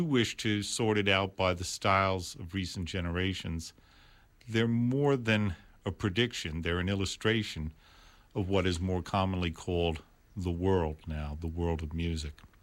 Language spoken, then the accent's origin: English; New York, United States; my hometown the same as it goes for all these other places, seeing as it's this small city, obscure in the Northeast Corridor location called New York.